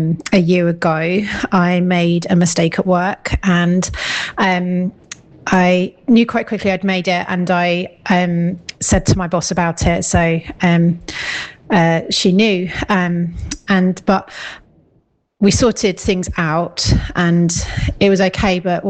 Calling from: Peterborough, East of England, United Kingdom; I'm calling from Peterborough

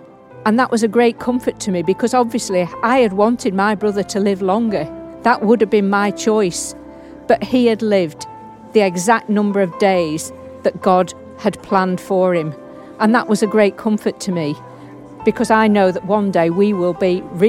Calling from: North West England, United Kingdom; I'm from Lancashire.

